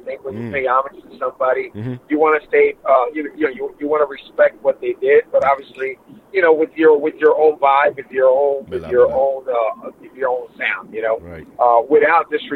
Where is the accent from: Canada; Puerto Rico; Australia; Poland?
Puerto Rico; now in New Jersey, United States; Born and raised in Puerto Rico